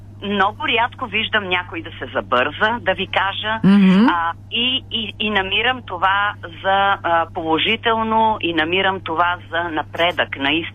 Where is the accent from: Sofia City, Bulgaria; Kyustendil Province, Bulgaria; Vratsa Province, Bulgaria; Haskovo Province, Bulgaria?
Kyustendil Province, Bulgaria; Kyustendil; born there; може да се каже, че съм дете на Югозапада, защото аз съм родена в Кюстендил, но пък съм благоевградска снаха.